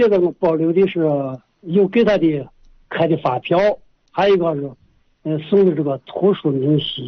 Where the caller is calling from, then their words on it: Linfen, Shanxi, China; 我是咱们临汾的。